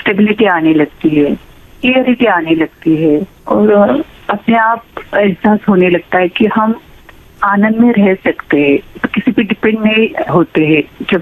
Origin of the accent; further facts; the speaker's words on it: Rajgurunagar, Maharashtra, India; मैं पुणे से हूँ, राजगुरु नगर।